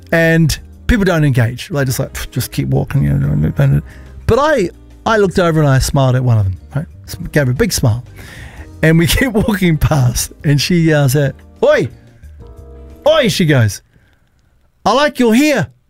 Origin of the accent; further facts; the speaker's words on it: Auckland, New Zealand; I'm a city boy. I grew up in South Auckland. And as a young boy, I also went to Auckland Grammar School